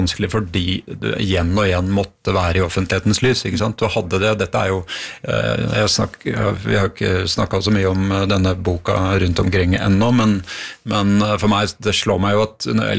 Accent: Bjerkvik, Nordland, Norway; born or raised there

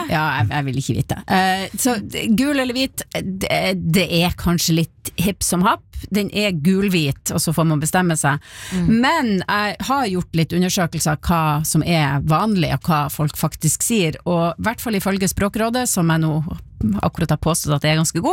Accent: Tromsø, Troms, Norway; Og det er fordi at jeg vokste opp i Tromsø, og der sier de hvitost

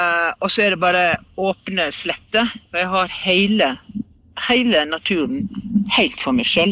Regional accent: Sandane, Vestland, Norway; now in Oslo, Norway; skal avslutte turen på Sandane, ja. Som er heimstaden, eller den ikke. Det var der jeg vokste opp, men nå bor jeg jo i Oslo.

